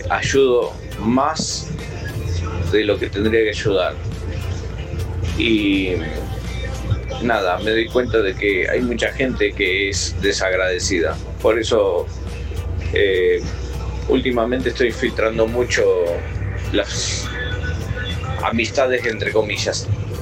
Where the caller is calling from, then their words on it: Merlo, Buenos Aires Province, Argentina; soy de Merlo, estoy yendo a trabajar.